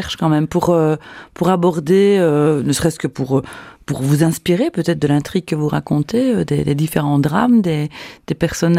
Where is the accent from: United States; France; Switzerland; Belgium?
Belgium; Liège, Wallonia; pas uniquement parce qu'on est liégeois.